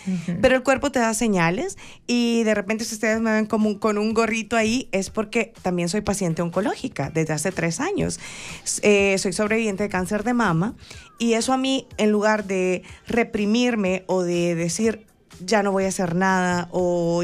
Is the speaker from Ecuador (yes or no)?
no; El Salvador